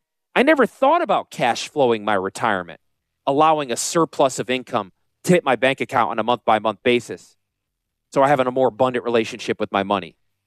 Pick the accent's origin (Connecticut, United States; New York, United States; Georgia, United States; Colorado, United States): Connecticut, United States; also born or lived in Philadelphia / Utah; I am a damn Yankee. Born and raised in Connecticut, went to school in Philly, moved to Utah. I've been in the South longer than I lived in the North.